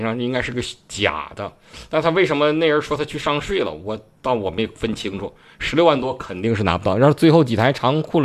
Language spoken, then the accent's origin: Chinese; Northeast China, China; accent: Northeastern Mandarin; 用我们东北话